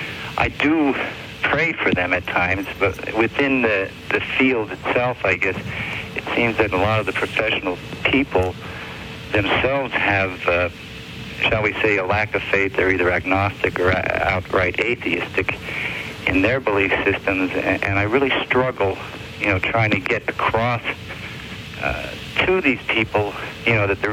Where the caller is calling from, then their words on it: Ringtown, Pennsylvania, United States; Pennsylvania, Ringtown, Pennsylvania.